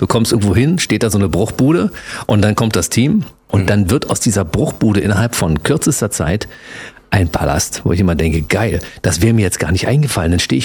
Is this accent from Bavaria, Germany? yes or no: no; Berlin, Germany; Ich bin ja im Osten aufgewachsen und du bist im Westen aufgewachsen, sozusagen.